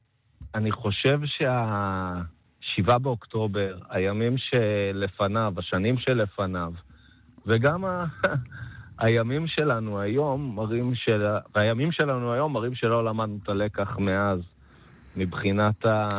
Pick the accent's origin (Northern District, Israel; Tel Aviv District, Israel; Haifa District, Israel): Northern District, Israel; Yesod HaMa'ala; לא גדלתי שם, גדלתי בסוד המעלה.